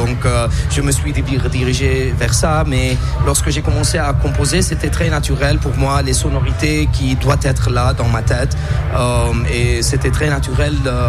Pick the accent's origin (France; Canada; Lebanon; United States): Lebanon; moved away as an adult; now in Armenia; je suis libanais, mais aussi j'ai d'origine arménienne.